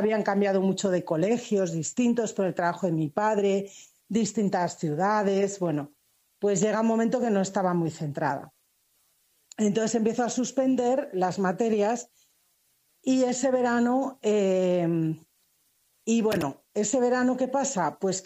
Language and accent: Spanish; Spain; born there; accent: Spanish; Pues mira, yo nací en una familia muy católica en España, como podéis ver por mi acento, en el año 64. Claro. Tengo 62 años. Soy la mayor de cuatro hermanos y mi familia todos muy católicos desde los ancestros